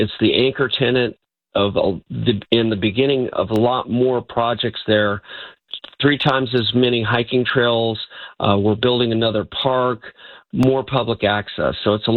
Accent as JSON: {"language": "English", "town": "Chula Vista", "region": "California", "country": "United States", "tie": "born or raised there", "said": "Chula Vista is my hometown, and I love it. And when I was in elementary school, we were about 60 to 70,000 people. But now we're almost 300,000 people and the second largest city by population"}